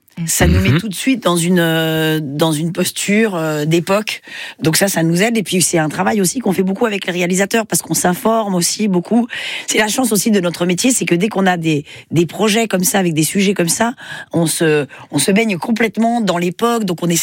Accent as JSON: {"language": "French", "town": "Anduze", "region": "Occitanie", "country": "France", "tie": "born or raised there", "said": "moi je viens d'Anduze, donc je vais dire Anduze, moi j'adore, mais j'aime bien toute cette région, moi j'adore le Gard"}